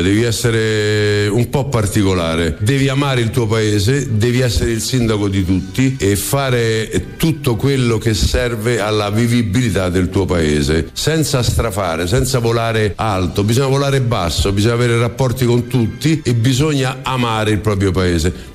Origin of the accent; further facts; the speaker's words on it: Pisoniano, Lazio, Italy; Sono innamorato del mio paese, potrei vivere tranquillamente a Roma come tanti, ma ho scelto di vivere a Pisoniano perché per me il sangue mi ha riportato a vivere qui.